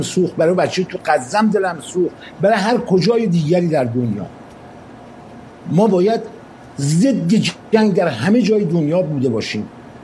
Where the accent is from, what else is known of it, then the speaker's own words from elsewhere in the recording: Iran; این جنگ علیه کشور خودم باشه، وطنم باشه